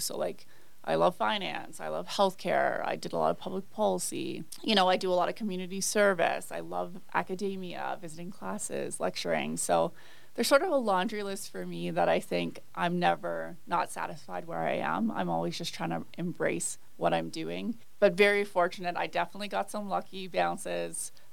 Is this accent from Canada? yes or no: yes; Canada; Obviously, it's hard to top the Olympics for me, just being Canadian. We're very, like, patriotic, too.